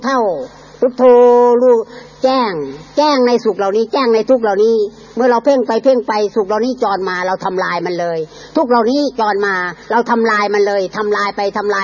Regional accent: Isan, Thailand; อาตมาก็เคยนั่งสมาธิอยู่เชียงใหม่3เดือนอาตมาอธิษฐานพูดกับเจ้าอาวาสท่านอาจารย์ผมมาจากอีสานผมมาบำเพ็ญอยู่เชียงใหม่

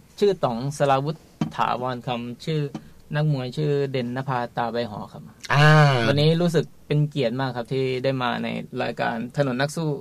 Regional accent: Khemarat, Ubon Ratchathani, Thailand; เป็นคนจังหวัดอุบลราชธานีครับที่อำเภอเขมราชครับ

